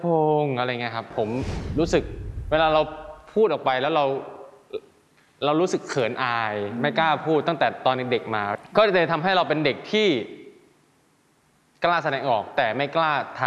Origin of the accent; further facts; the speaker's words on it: Isan, Thailand; เราเป็นคนอีสานเราก็พูดอีสานไปเลย